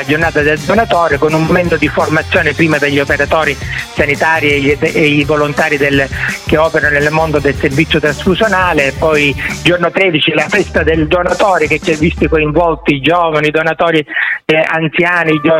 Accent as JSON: {"language": "Italian", "town": "Catania", "region": "Sicily", "country": "Italy", "said": "non è proprio delle nostre parti, delle catanese"}